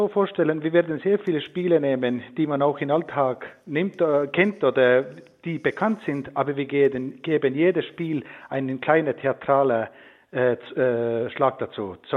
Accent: Estonia; German is a second language; Ich hatte sogar Möglichkeit, eine Regisseurin aus Estland, aus meinem Heimatland mitzubringen.

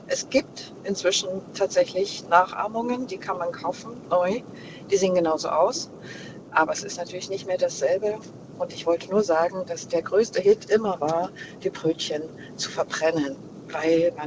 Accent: Friedrichsrode, Thuringia, Germany; Ich komme aus dem Kulturnest Friedrichsrode in Nordthüringen und lebe dort schon seit über 30 Jahren.

